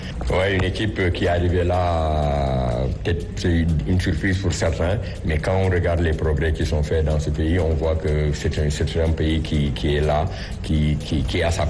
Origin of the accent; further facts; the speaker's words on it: Senegal; Mais aussi, nous sommes du Sénégal, nous avons des ambitions.